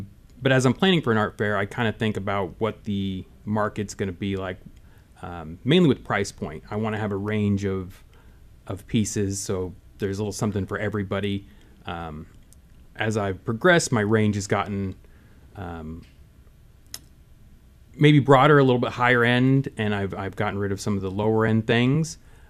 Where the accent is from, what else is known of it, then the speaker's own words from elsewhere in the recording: Lawrence, United States; Being as I'm from Lawrence, I have a lot of community members and former clients and friends who are familiar with my work.